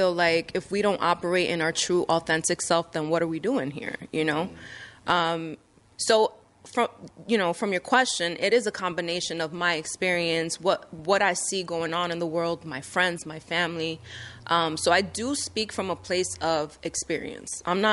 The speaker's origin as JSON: {"language": "English", "town": "New York City", "region": "New York", "country": "United States", "tie": "born or raised there", "said": "but I was born and raised in New York between the Bronx and Dyckman."}